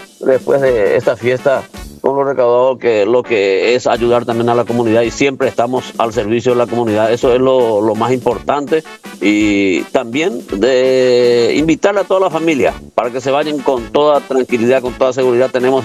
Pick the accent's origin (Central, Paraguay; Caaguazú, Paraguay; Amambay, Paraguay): Amambay, Paraguay; Pedro Juan Caballero; en nuestra querida ciudad de Pedro Juan Caballero.